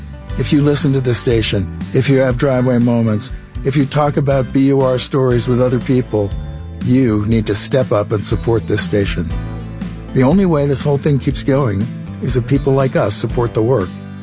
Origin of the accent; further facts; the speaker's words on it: Newton, Massachusetts, United States; from Newton.